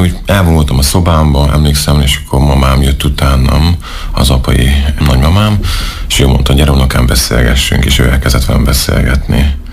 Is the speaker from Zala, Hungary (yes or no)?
no; Szentes, Csongrád-Csanád, Hungary; moved away as an adult; now in Debrecen, Hungary; Kertesházban nőttem fel.